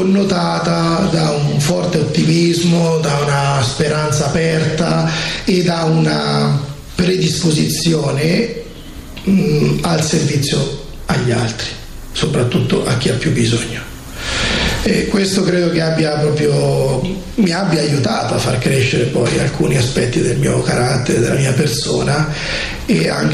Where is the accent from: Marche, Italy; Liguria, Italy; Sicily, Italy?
Marche, Italy; Ancona; also born or lived in Jesi; now in Gubbio, Italy; da una famiglia del centro Marche, la zona dello Jesino per intenderci, sono nato a Jesi, in realtà però sono cresciuto ad Ancona, quindi mi considero anconetano